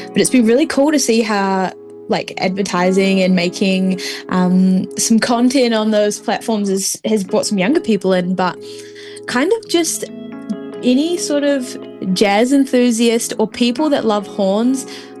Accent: Dunedin, Otago, New Zealand; now in Wellington, New Zealand; we'd studied in Dunedin and I'm from Dunedin, Jakira's from Dunedin, we were so ready for a change.

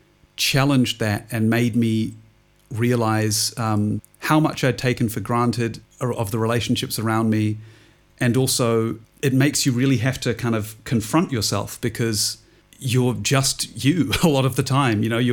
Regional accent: Auckland, New Zealand; also born or lived in Wellington; Like for me, I had lived in Wellington before, and I grew up in Auckland, so I'd lived in a different city

